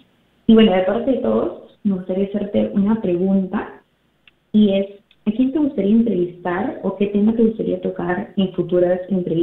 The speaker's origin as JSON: {"language": "Spanish", "country": "Peru", "said": "Soy parte de Paz de la Comunidad de Luzu Perú. Creo que no es sorpresa lo mucho que te amamos. Y bueno, en verdad queríamos agradecerte de parte de toda la comunidad por ver tu obra en nuestro hermoso país."}